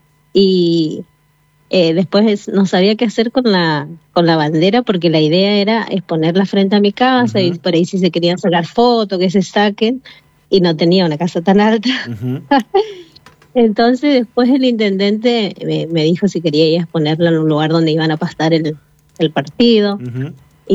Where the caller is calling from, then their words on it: Argentina; si no sufrimos no somos argentinos